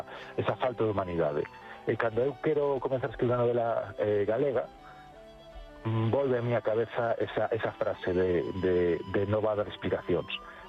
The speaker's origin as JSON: {"language": "Galician", "region": "Castile and León", "country": "Spain", "moved": "yes", "lives_now": "Vigo, Spain", "said": "Eu son zamorano, aunque levo moitos anos ya por Galicia"}